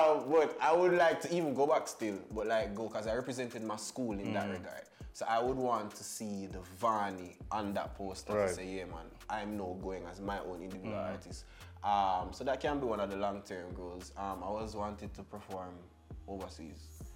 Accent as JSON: {"language": "English", "town": "Montego Bay", "region": "Saint James", "country": "Jamaica", "said": "So I'm from St. James, Mobile to be exact, you know, Granville"}